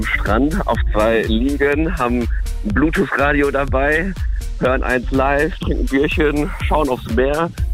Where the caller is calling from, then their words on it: Cologne, North Rhine-Westphalia, Germany; Wir kommen ja auch aus Köln.